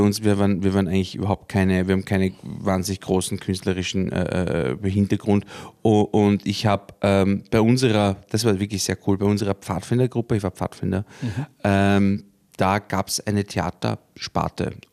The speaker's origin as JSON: {"language": "German", "region": "Vienna", "country": "Austria", "tie": "born or raised there", "said": "Ich komme aus Favoriten, bin im 10. Bezirk aufgewachsen und eigentlich nie so wirklich weg."}